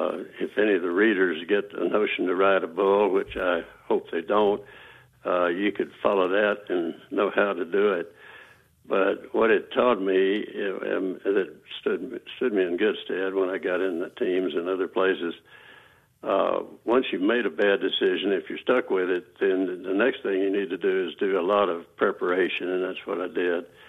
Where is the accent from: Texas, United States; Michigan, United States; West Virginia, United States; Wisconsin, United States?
Texas, United States; I was raised out in West Texas outside the hill country.